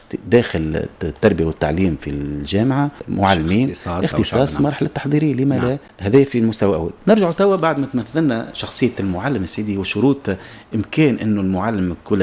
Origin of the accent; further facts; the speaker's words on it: Tunisia; احنا كعائلة تونسية